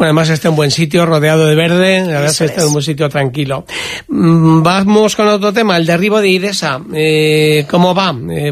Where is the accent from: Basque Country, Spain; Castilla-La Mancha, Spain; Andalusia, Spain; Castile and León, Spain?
Basque Country, Spain; Ermua; quienes somos de Ermua